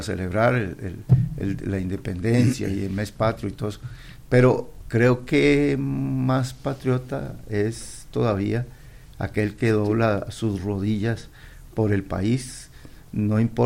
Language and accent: Spanish; Costa Rica